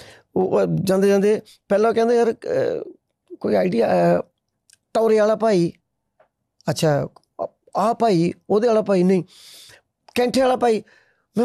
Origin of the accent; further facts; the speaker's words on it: Jalal, Punjab, India; ਉਹਨਾਂ ਨੇ ਨਾਂ ਰੱਖਿਆ ਆਪਦੇ ਪਿੰਡ ਦੇ ਨਾਂ ਨਾਲ, ਸਾਡਾ ਪਿੰਡ ਜਲਾਲ ਹੈ।